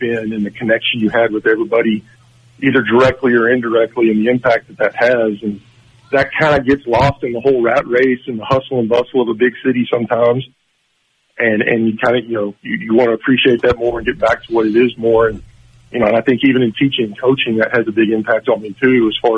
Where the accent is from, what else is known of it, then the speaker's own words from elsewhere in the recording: Spearman, Texas, United States; moved away as an adult; I was born and raised in Spearman, graduated from Sherman High School in 1994